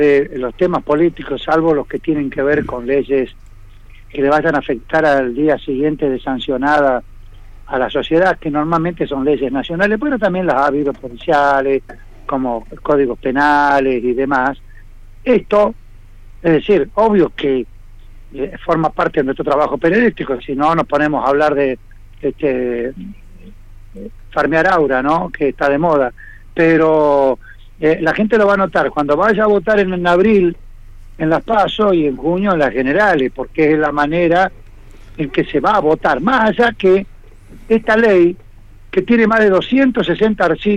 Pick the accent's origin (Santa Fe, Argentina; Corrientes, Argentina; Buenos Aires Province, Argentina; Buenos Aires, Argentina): Santa Fe, Argentina; Sunchales; moved away; yo que soy del interior, de Sunchales